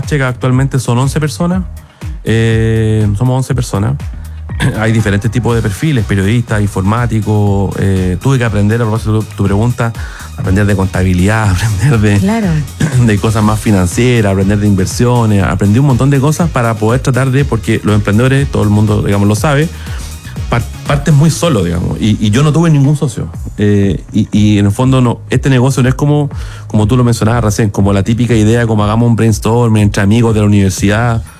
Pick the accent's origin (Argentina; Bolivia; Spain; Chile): Chile; tomé malas decisiones como muchos chilenos.